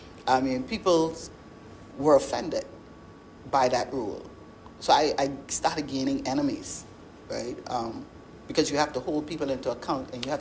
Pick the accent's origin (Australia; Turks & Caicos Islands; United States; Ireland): Turks & Caicos Islands; I'm from South Caicos